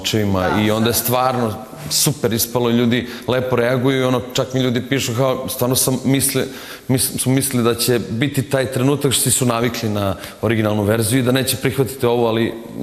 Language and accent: Bosnian; Germany; nego sam odrastao u Nemačkoj gdje niko ne zna ko je Luis, ima par naših ljudi ono u školi